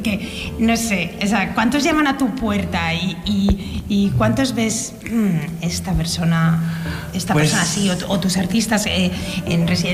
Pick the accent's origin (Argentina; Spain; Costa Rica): Spain; Madrid, Community of Madrid; es porque yo soy de Carabanchel también, pero vivo aquí.